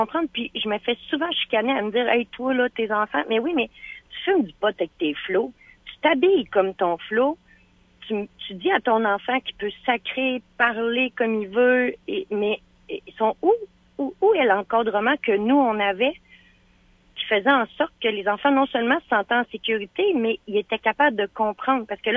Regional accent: Quebec City, Quebec, Canada; born there; Quand j'étais jeune, là, j'allais à Poly de Loretteville, là.

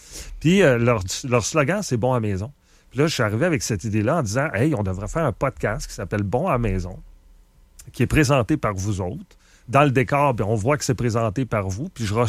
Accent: Montreal, Quebec, Canada; Ça que je viens de Montréal?

